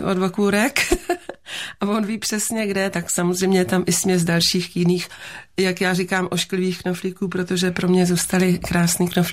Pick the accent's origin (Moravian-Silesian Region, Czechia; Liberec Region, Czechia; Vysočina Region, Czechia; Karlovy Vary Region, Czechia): Vysočina Region, Czechia; Žirovnice; jsem si odvážela z rodného domu, když už jsem se stěhovala ze Žirovnice, takovou velkou krabici různých knoflíků